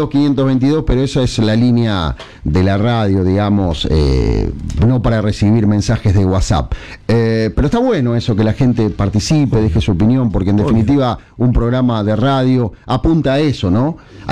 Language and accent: Spanish; Argentina; lo que nos pasa como argentinos